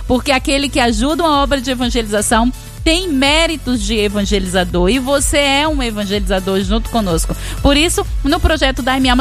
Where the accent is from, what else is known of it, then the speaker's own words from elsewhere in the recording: Vitória da Conquista, Bahia, Brazil; ela é de Vitória da Conquista, na Bahia, minha terra mais linda e maravilhosa.